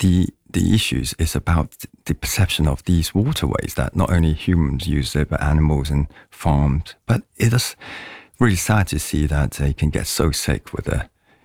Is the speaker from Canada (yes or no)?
no; London, United Kingdom; growing up in London